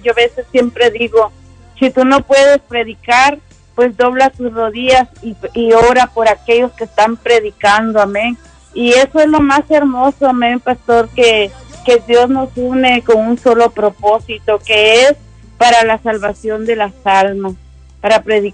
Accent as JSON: {"language": "Spanish", "country": "Guatemala", "said": "yo soy guatemalteca, y tengo mucha familia"}